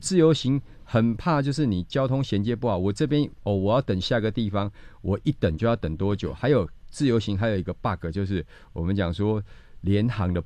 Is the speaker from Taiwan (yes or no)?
yes; Taiwan; 我们台湾人讲客气嘛